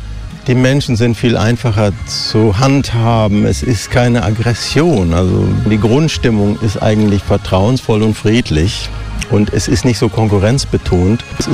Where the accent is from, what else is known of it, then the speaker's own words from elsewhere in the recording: Germany; moved away as an adult; now in Sweden; Alle können hören, dass ich von Deutschland komme.